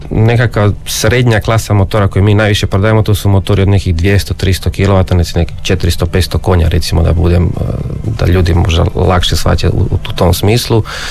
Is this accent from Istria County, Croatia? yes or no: yes; Pula, Istria County, Croatia; Zato što, kao što ste rekli, mi smo tu iz Pule, pretežito svi, imamo jednog Porečana isto.